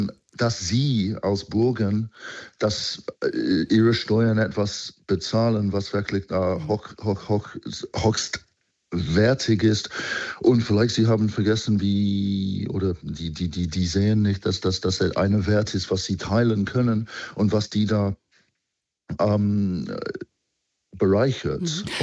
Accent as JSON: {"language": "German", "region": "England", "country": "United Kingdom", "second_language": "German", "said": "Ich komme aus England, ich habe sehr viel in Deutschland gemacht, ich habe in sehr vielen verschiedenen anderen Ländern gearbeitet."}